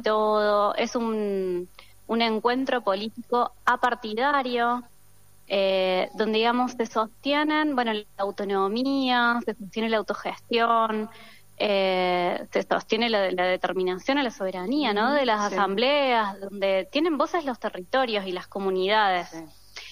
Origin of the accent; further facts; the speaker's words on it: Río Cuarto, Córdoba, Argentina; siento como que soy de dos territorios, un poco. Por un lado, detrás de la sierra, que yo luchaba hace 8 años, y por otro lado, de Río Cuarto, que es el lugar donde viví siempre